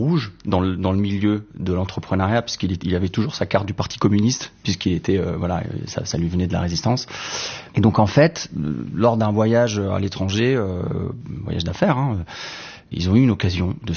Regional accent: Turin, Piedmont, Italy; born there; Donc moi, je suis né en 81 à Turin. Mais en fait, depuis quelques années déjà, mes parents voyageaient par le monde de par le travail de mon père.

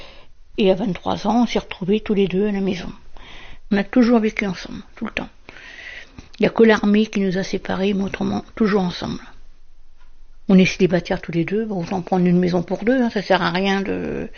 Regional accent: Mozé-sur-Louet, Pays de la Loire, France; born there; j'ai 61 ans, j'habite à Mauzé-sur-Louet, dans le Maine-et-Loire. Aujourd'hui, je vis avec mon frère, ça fait 53 ans qu'on est à Mauzé.

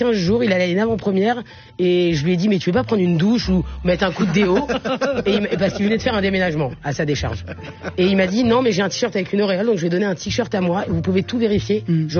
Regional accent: Algeria; now in Paris, France; je suis algérienne

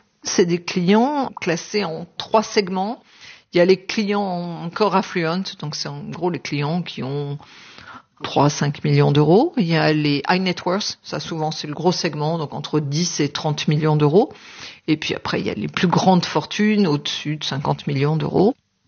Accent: Lille, Hauts-de-France, France; born there; also born or lived in Paris; Je suis née à Lille, dans le Nord, capitale des Flandres.

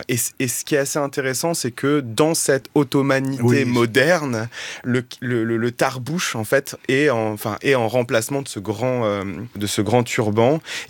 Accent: Tunisia; j'ai beaucoup travaillé sur la Tunisie, je suis tunisien

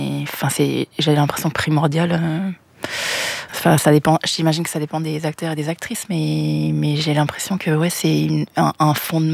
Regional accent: Seoul, South Korea; moved away; je suis née à Séoul, donc en Corée du Sud.

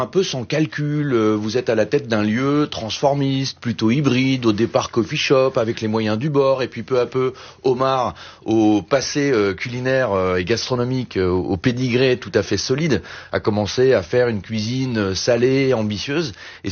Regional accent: Japan; car je cherchais à retrouver un cookie de mon enfance au Japon.

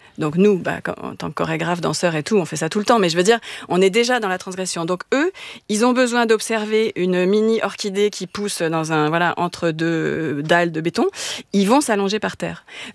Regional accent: Paris, Île-de-France, France; je suis chorégraphe, je suis parisienne, j'accumule un peu les... les défauts.

